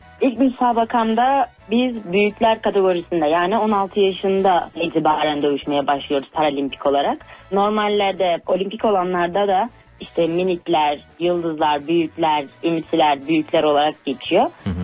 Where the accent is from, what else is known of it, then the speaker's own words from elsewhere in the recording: Bor, Niğde, Turkey; born there; 2005 Niğdebor doğumluyum.